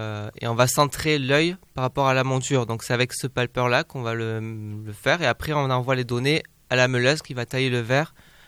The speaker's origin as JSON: {"language": "French", "town": "Soustons", "region": "Nouvelle-Aquitaine", "country": "France", "tie": "born there", "also_born_or_lived": "Bayonne", "said": "moi je suis de Souston, un pur Soustonnais."}